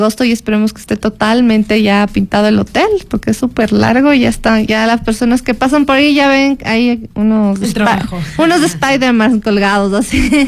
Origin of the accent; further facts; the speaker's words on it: Quito, Pichincha, Ecuador; Siempre vas a encontrar sabores de mi tierra